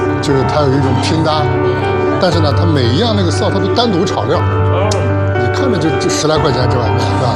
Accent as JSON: {"language": "Chinese", "region": "Shaanxi", "country": "China", "said": "菠菜面是咱陕西众多燃面当中的一种。"}